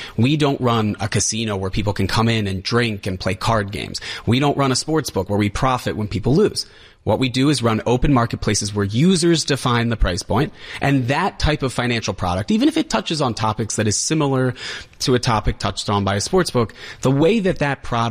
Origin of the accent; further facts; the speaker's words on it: New York, United States; I mean, as both a New Yorker and a lawyer